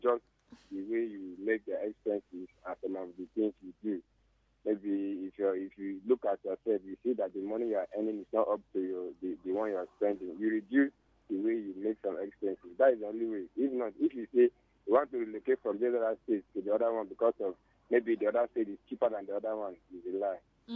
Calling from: Ihiala, Anambra, Nigeria; I'm calling you from Asia in Chapaco.

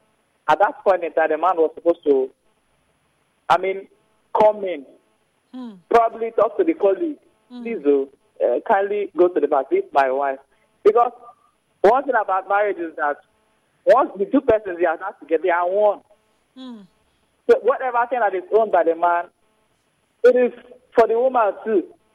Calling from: Port Harcourt, Rivers, Nigeria; I'm calling from Port Harcourt.

